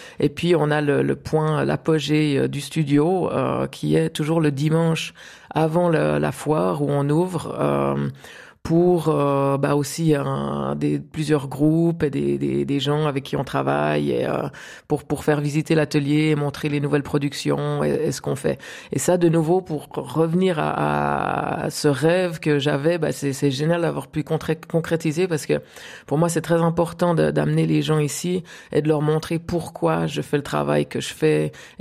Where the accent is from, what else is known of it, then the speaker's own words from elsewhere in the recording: Grancy, Vaud, Switzerland; parce que moi j'ai grandi au pied du Jura, comme vous l'avez mentionné, dans un petit village qui s'appelle Grancy, où à l'époque